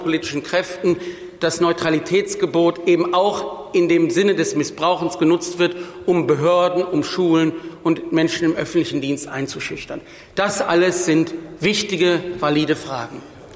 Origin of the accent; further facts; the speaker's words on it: Wuppertal, North Rhine-Westphalia, Germany; Ich komme aus der Stadt Wuppertal.